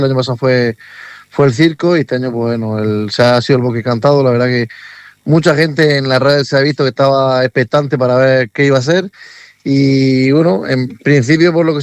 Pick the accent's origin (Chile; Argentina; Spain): Spain; Águilas, Region of Murcia; soy un enamorado de mi pueblo, el que un coreano le haya dicho a su familia que voy a concursar a Águila y poner el nombre de Águila en el mapa